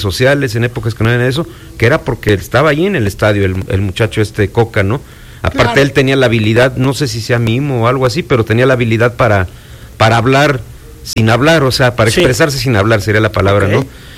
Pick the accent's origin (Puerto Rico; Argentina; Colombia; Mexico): Mexico; Puebla; moved away; Aquí crecí